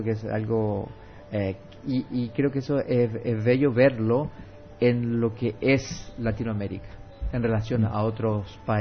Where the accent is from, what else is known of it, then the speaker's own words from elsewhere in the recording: Chile; also born or lived in Mexico; now in United States; Yo originalmente soy chileno, pero emigré a los Estados Unidos hace bastante tiempo. También pasé un tiempo en México.